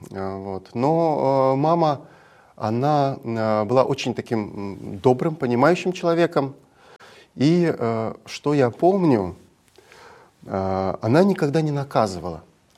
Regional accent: Samara, Samara Oblast, Russia; also born or lived in Vorkuta; now in Kemerovo, Russia; Вообще родился я в городе Воркута, там у меня родители работали, мама зубной врач, вот, папа машинист локомотива, вот. Но потом мы переехали, и фактически все детство у меня было в Самаре.

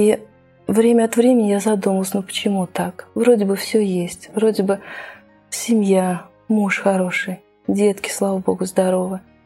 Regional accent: Kazan, Tatarstan, Russia; moved away as an adult; now in Nizhny Novgorod, Russia; Я сама родом из Казани. Прожила там 20 лет до того, как вышла замуж и переехала сюда, в Нижний Новгород.

